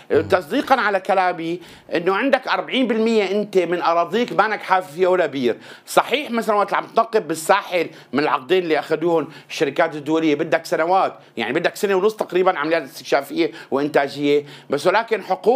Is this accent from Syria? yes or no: yes; Syria; وقت اللي أنا كمواطن سوري عم بروح مثل ما قال ضيفك الكريم استخراج جائر